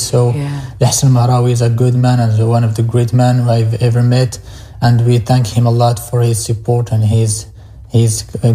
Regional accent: Marrakesh, Marrakesh-Safi, Morocco; all the way from Marrakesh, I'm very happy to represent World Storytelling Cafe, Marrakesh, Morocco, mm-hmm. Africa, yeah. And my very, very small, tiny village, Okhriban.

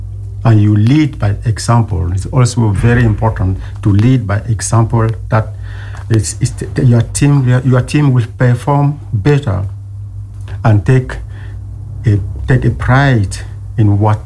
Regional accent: Cameroon; moved away as an adult; also born or lived in Waterford / Cork; now in Ireland; I was born in Cameroon, and life there was tough, and opportunities were limited.

